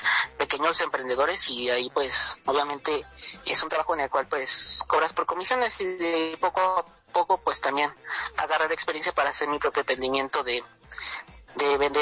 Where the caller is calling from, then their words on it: Temascalapa, State of Mexico, Mexico; soy de Temazcalapa, aquí en el Estado de México.